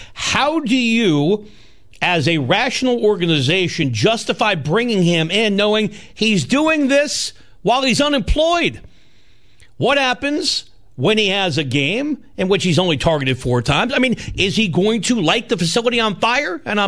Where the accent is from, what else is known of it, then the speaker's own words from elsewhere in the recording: New York, United States; my mom and I watched the telethon every year on growing up in the New York Tri-State area on Channel 9